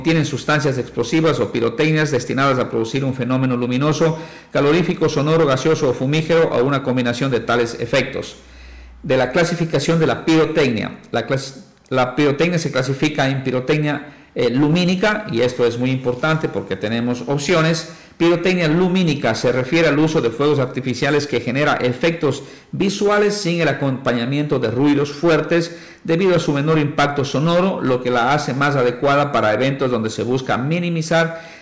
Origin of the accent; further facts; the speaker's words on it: Sucúa, Morona Santiago, Ecuador; Se ha convertido, digamos, en una tradición como ecuatorianos, como sucueños, en las fiestas de Sucúa siempre hemos estado acostumbrados al tema de los cohetes, de los ruidos, de los silbadores, de los diablillos. Y las personas que tenemos, creo que yo, más de 40 años